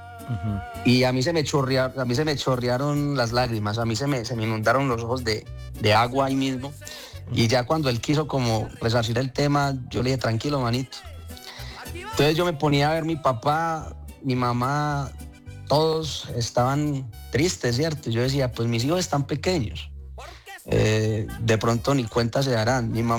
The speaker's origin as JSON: {"language": "Spanish", "town": "San Carlos", "country": "Colombia", "tie": "born or raised there", "said": "mi mamá me manda a presentarme un festival de la canción allá en San Carlos, en mi tierra natal, y voy y me presento y me lo gano."}